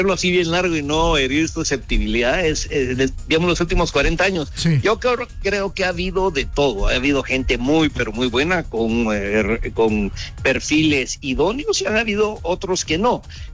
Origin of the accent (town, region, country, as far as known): Guatemala